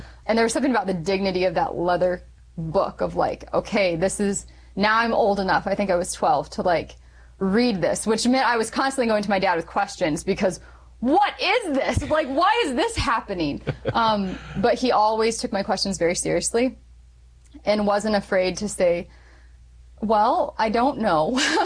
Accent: Indiana, United States; I grew up around Indiana until I was in middle school.

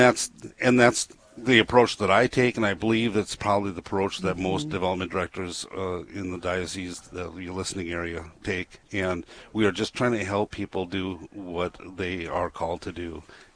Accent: Moorhead, Minnesota, United States; I grew up in North Moorhead in St. Francis with my home parish

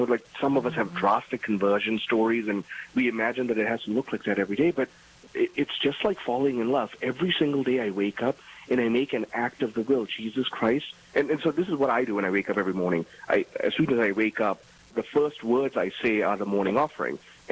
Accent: Kuala Lumpur, Malaysia; moved away; I grew up in Malaysia, Kuala Lumpur

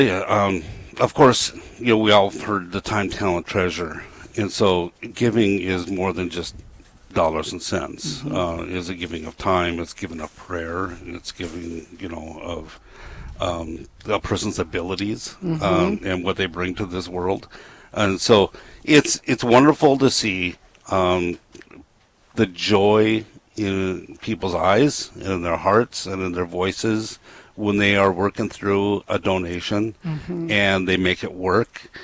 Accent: Moorhead, Minnesota, United States; I grew up in North Moorhead in St. Francis with my home parish

